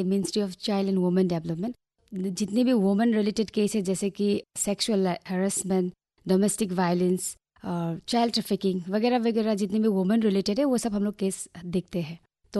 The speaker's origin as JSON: {"language": "Hindi", "town": "Haflong", "region": "Assam", "country": "India", "said": "मैं हाफलॉन्ग की रहने वाली हूँ।"}